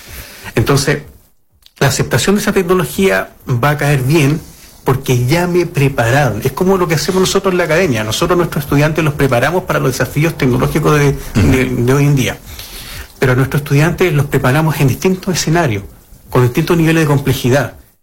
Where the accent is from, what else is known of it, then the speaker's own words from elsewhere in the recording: Quirihue, Ñuble, Chile; moved away; Yo soy de Quirihue. Entonces, como amante de la región de Ñuble, quise volver a mi región